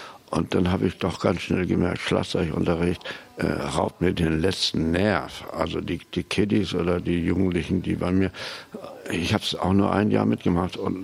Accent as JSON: {"language": "German", "town": "Varel", "region": "Lower Saxony", "country": "Germany", "tie": "born or raised there", "said": "Ja, mein Vater war Chef vom Bahnhof irgendwie und ich bin an der Bahnschranke aufgewachsen, zur Schule gegangen"}